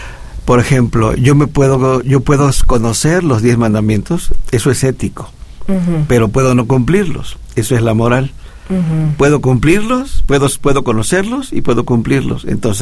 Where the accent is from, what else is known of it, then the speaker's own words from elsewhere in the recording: Guerrero, Mexico; Yo, pues, vengo de Guerrero, pero estuve investigando que aquí en Morelos está en el artículo 248 del Código Penal del Estado de Morelos.